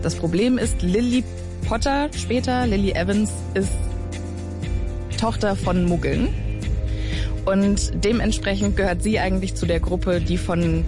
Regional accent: Borken, North Rhine-Westphalia, Germany; Land aufgewachsen, so viel. Ja, aber was ich da jetzt drauf einzahlen lasse, weil, also bei mir auf dem Land gab's die Buchhandlung Der Buchladen im Borken im Westfalen von Frau Balken.

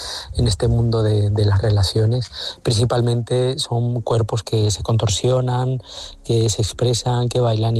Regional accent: Canary Islands, Spain; Yo soy canario, cuando llego a Canarias siempre hay algo que el propio aire ya me transmite, que es una serenidad, tranquilidad, lo que es sentirse en casa

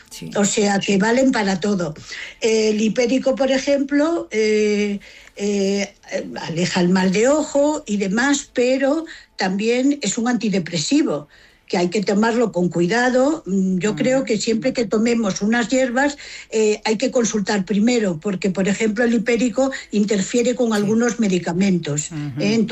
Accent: Galicia, Spain; Sí, yo soy gallega, además.

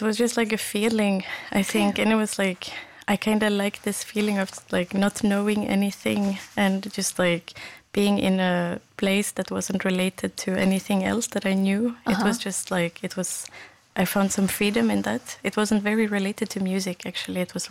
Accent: Sweden; So I grew up in Sweden, yeah, where I'm born in Sweden. Mm-hmm. My parents or my family came as Bosnian refugees to Sweden. Mm-hmm. But I grew up there in the north of Sweden

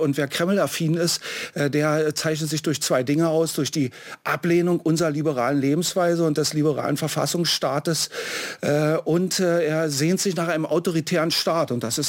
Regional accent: Berlin, Germany; ich bin in Ost-Berlin groß geworden. Da war die Mauer allgegenwärtig

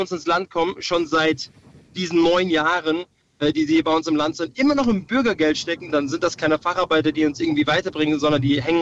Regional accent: Wiesbaden, Hesse, Germany; Grüße in meine Heimatstadt nach Wiesbaden. Da bin ich geboren und aufgewachsen.

